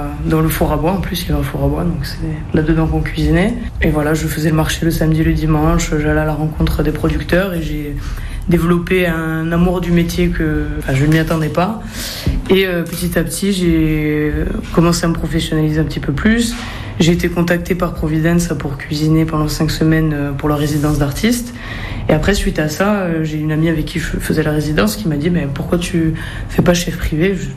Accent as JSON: {"language": "French", "town": "Bastia", "region": "Corsica", "country": "France", "tie": "born or raised there", "also_born_or_lived": "Aix-en-Provence / Paris", "said": "J'ai grandi à Bastia, à 17 ans je suis partie faire mes études à Aix, donc j'ai étudié Sciences Po pendant 5 ans."}